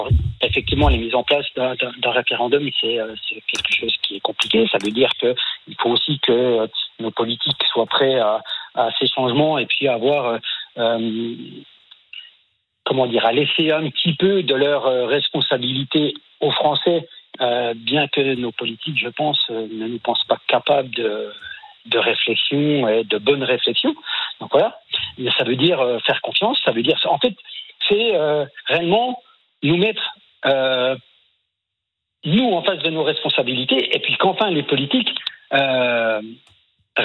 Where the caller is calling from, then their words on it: Bourgogne-Franche-Comté, France; Moi, je suis dans un petit village à côté de Besançon, en Courcelles.